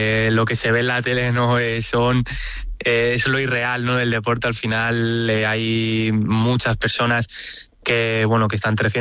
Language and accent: Spanish; Spain; Siendo español, siempre ha sido uno de mis grandes ídolos